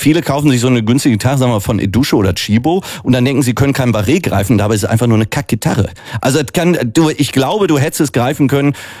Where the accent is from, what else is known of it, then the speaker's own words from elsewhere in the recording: North Rhine-Westphalia, Germany; wir bei uns im Ruhrpott kann man sich auch begrüßen mit Na du Arsch.